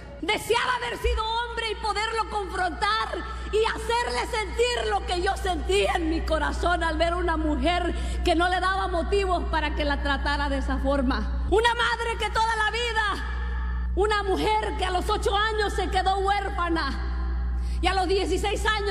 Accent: Mexico; moved away; Cuando salí de México, juré que ni en mi lecho de muerte los iba a perdonar.

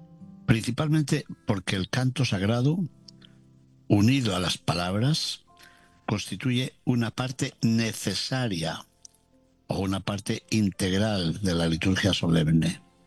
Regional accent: León, Castile and León, Spain; la boda se celebraba en León, en mi ciudad natal

